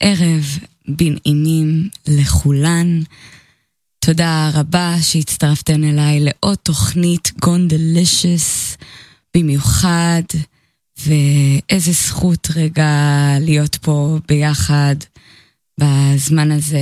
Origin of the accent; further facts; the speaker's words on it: Jerusalem, Jerusalem District, Israel; ירושלמיות, born and raised